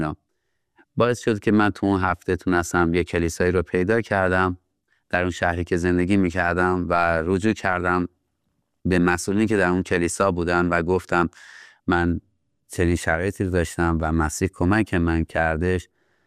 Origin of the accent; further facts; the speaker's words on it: Iran; born there; بله، من متولد ایران هستم.